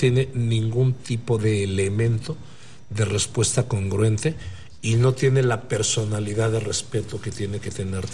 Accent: Mexico; como mexicano, me siento denigrado

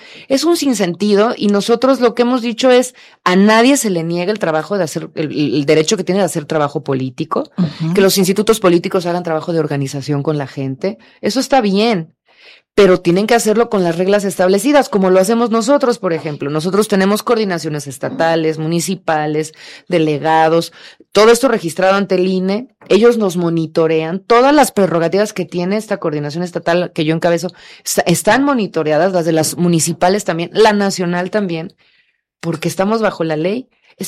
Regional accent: Mexico; nos une como mexicanos

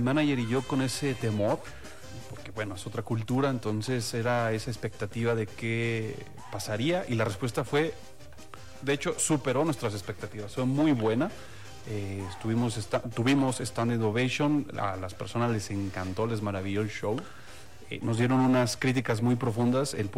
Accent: Guadalajara, Jalisco, Mexico; Y orgullosamente tapatío

